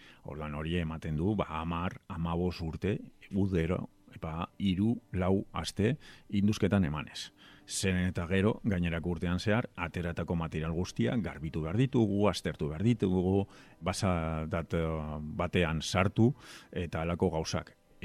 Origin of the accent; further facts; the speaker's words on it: Portugalete, Basque Country, Spain; born there; also born or lived in Vitoria-Gasteiz / Germany; 45 urte ditut, Portugaleten, Bizkaian jaio nintzen, eta, orain dela urte asko ez naiz berton bizitzen, Gasteizen bizitzen nintzen, gero Alemanian